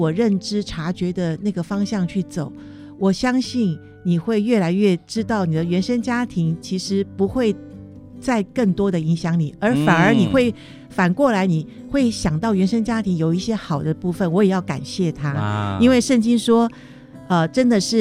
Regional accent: Taiwan; 我们台湾我们中国人讲嘛，

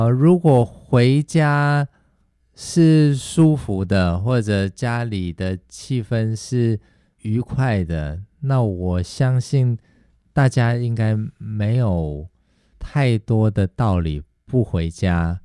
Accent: Taiwan

